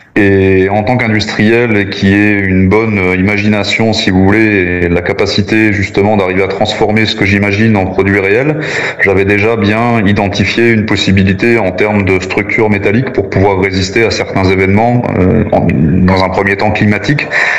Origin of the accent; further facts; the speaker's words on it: Grand Est, France; now in southern France; Je suis originaire des Ardennes à la base, même si ça fait très longtemps maintenant que je suis dans le sud.